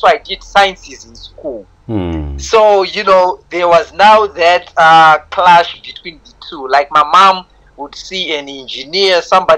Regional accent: Harare, Zimbabwe; also born or lived in Norton; I was born and bred in Zimbabwe, basically born in Norton, a small suburb just away from Harare called Norton. That's where I was born.

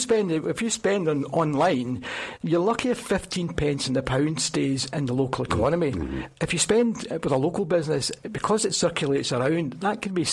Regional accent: Strathaven, Scotland, United Kingdom; I was born and raised in Lanarkshire. I come from Strathaven originally, and I've lived in Lanarkshire all my life.

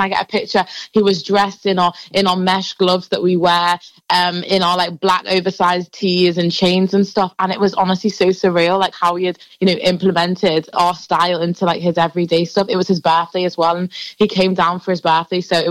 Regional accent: Liverpool, North West England, United Kingdom; as in we're from Liverpool and stuff.

